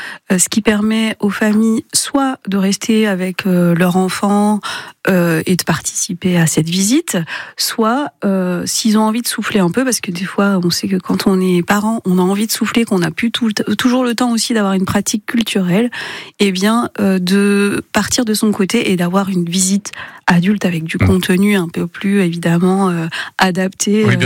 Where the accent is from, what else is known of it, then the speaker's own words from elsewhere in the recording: western France, France; moved away as an adult; now in Dijon, France; je venais pas de Dijon, moi j'étais de l'ouest de la France, donc je suis arrivée ici en même temps que mon stage.